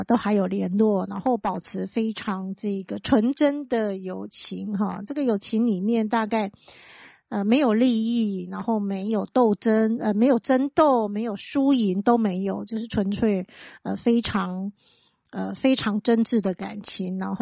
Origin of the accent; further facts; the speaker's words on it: Kaohsiung, Taiwan; 那我的国中是在这个爱河的旁边齁，因为我是高雄人齁。